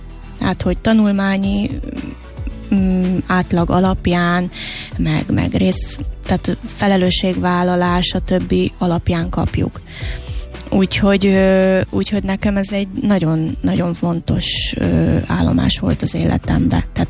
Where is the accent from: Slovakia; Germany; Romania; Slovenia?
Slovakia; moved away as an adult; now in Budapest, Hungary; megélettem a romaságomat, tehát ez nagyon fontos, hogy ugye felvidékiként fölkerülsz Budapestre. Tehát eleve az, hogy ugye egy nagyvárosba kerültem.